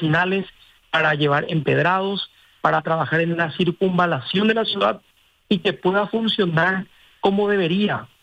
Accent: Luque, Central, Paraguay; de mi gente, de mi pueblo Luque.

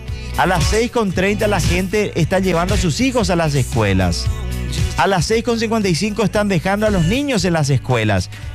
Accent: Luque, Central, Paraguay; Yo vengo de Quinta Compañía Macay Luque, de una familia humilde, trabajadora, honesta, honrada

